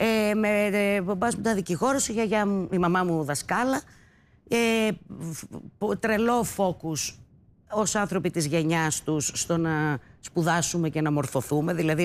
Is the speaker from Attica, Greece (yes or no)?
no; Thessaloniki, Central Macedonia, Greece; Ήμουν ένα παιδί από τη Θεσσαλονίκη